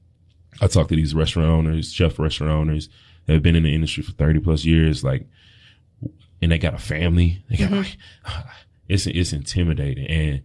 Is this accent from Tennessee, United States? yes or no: yes; Tennessee, United States; being that, you know, we're in Tennessee and I grew up in Tennessee, you know, it's a landlocked state